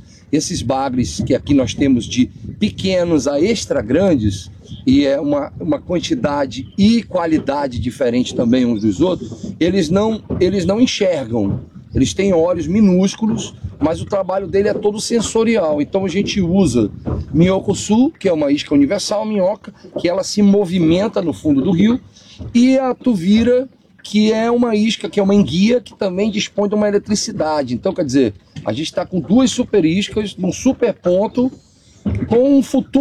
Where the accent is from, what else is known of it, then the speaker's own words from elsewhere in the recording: Amazonas, Brazil; Eu sou amazonense, né?